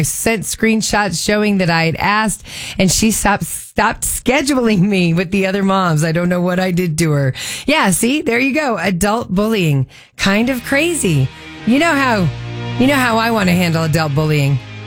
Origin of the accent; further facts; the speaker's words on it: Thornton, Colorado, United States; growing up in Thornton